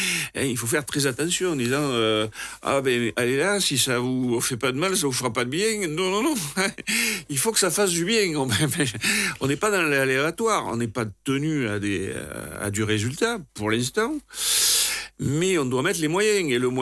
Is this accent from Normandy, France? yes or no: no; Hauts-de-France, France; En plus, moi, je viens de l'Aisne, où on dit qu'il n'y a pas de sacrifice.